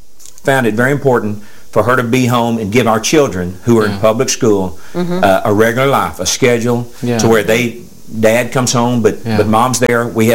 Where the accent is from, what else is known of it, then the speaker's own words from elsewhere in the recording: United States; how fortunate we were to be from the United States, to be raised in the United States